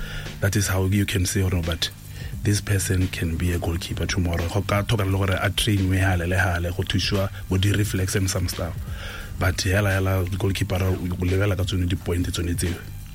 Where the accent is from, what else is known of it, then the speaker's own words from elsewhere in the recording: Kasane, Chobe District, Botswana; I was alone from Kasane.